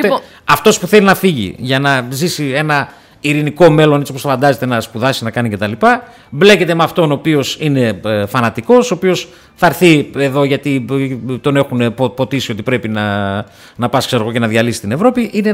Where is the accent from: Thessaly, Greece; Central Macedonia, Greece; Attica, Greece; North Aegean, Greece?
Central Macedonia, Greece; Thessaloniki; born there; Γεννήθηκα στη Θεσσαλονίκη.